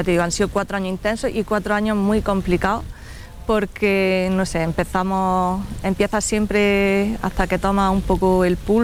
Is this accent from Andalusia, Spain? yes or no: yes; Valdepeñas de Jaén, Andalusia, Spain; Yo soy una enamorada de mi pueblo.